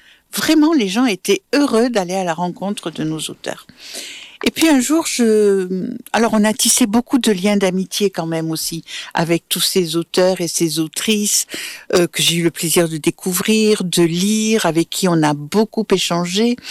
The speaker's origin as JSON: {"language": "French", "town": "Montpellier", "region": "Occitanie", "country": "France", "said": "On est Montpelliérain, on est de la métropole"}